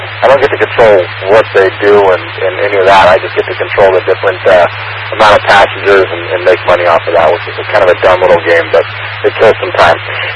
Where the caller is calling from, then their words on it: Washington, United States; But we're from 2 hours north of Seattle.